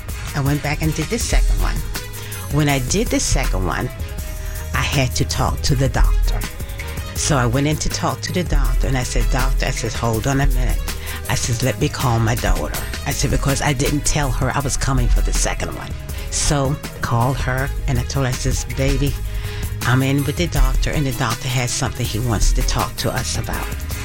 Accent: Portsmouth, Virginia, United States; I am from Portsmouth, Virginia. Was born in Portsmouth and raised in Portsmouth. Been here all my life.

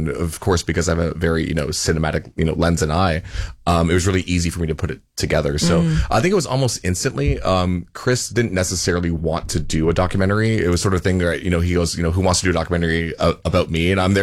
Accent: Nova Scotia, Canada; So I'm from Nova Scotia.

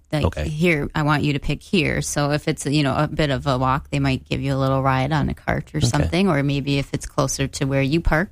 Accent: Spicer, Minnesota, United States; Yes, I go to my hometown of Spicer and usually hit the parade.

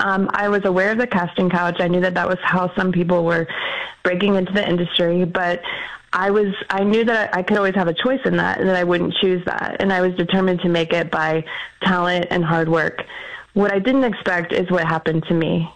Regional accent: Houston, Texas, United States; moved away as an adult; also born or lived in Austin, Texas / New York / Los Angeles; Yes, I grew up in Houston, Texas.

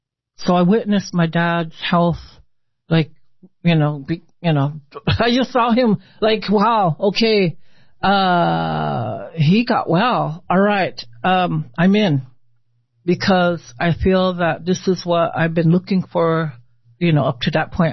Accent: Lincoln, Nebraska, United States; growing up in Lincoln.

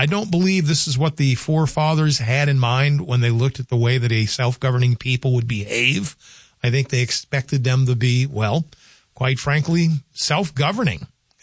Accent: United States

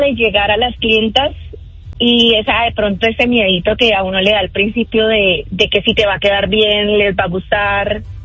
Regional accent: Santander, Colombia; Santander.

